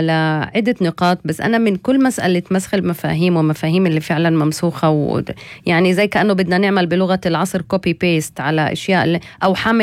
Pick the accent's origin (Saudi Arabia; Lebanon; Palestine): Palestine; أنا كفلسطيني